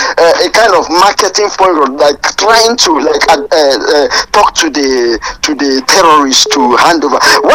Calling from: Apata, Oyo, Nigeria; calling from Apata.

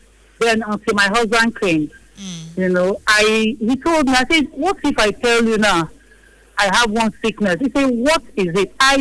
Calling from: Port Harcourt, Rivers, Nigeria; Calling from Port Harcourt.

